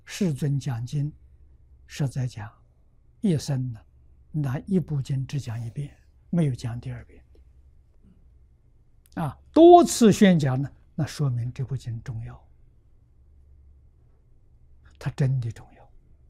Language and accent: Chinese; China; 我们中国人算虚岁